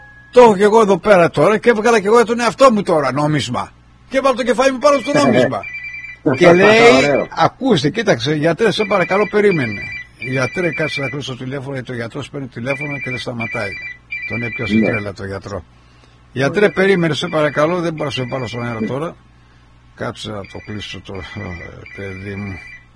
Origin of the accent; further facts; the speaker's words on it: Kefalonia, Ionian Islands, Greece; Εγώ είμαι κεφαλονίτης.